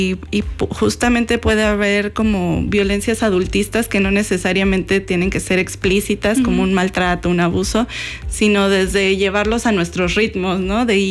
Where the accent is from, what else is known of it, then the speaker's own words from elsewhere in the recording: Veracruz, Mexico; moved away; yo vivía en un callejón, yo soy de Veracruz, vivía en un callejón en el centro